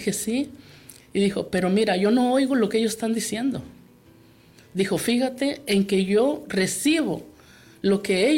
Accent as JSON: {"language": "Spanish", "town": "Jalpa", "region": "Zacatecas", "country": "Mexico", "said": "que yo soy de Jalpa, Zacatecas, y mi rancho es Corral de Piedra"}